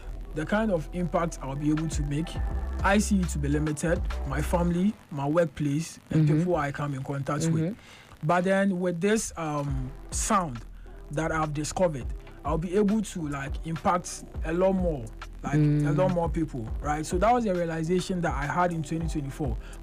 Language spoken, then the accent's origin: English; Teshi, Greater Accra, Ghana; born there; also born or lived in Cape Coast; I've been in Teshi, like, since I was like 6.